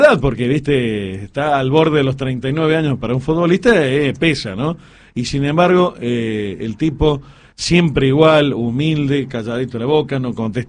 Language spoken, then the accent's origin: Spanish; Argentina; que somos argentinos.